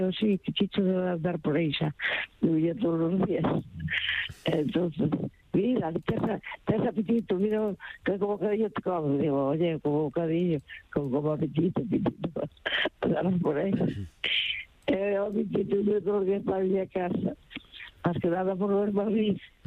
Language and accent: Galician; Agolada, Galicia, Spain; now in Poio, Spain; No, mira, que eu son de Poio agora. Son do interior da Golada.